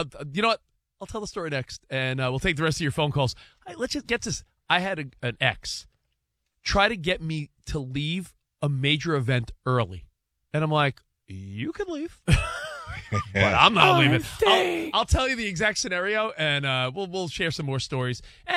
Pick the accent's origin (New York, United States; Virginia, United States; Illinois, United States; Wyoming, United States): New York, United States; I'm not a Knicks fan, even though I'm from New York.